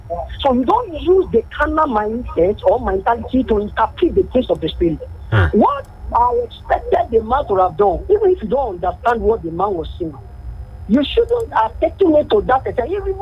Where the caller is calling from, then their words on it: Nigeria; from Usere.